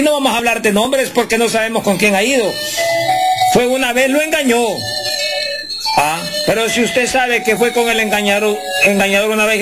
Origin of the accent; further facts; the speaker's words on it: Guatemala; Porque somos guatemaltecos y porque tenemos que entender que si nosotros somos curanderos